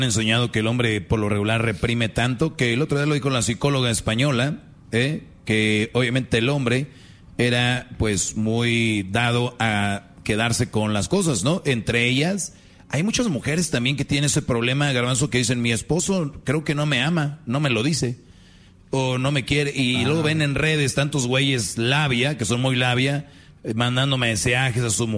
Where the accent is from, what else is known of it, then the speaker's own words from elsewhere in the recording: Mexico; así como buenos mexicanos que le ponemos a una situación muchas palabras y frases